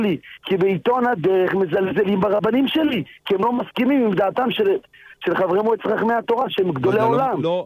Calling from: Jerusalem, Jerusalem District, Israel

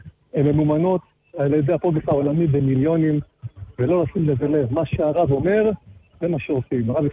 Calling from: Petah Tikva, Central District, Israel; פתח תקווה.

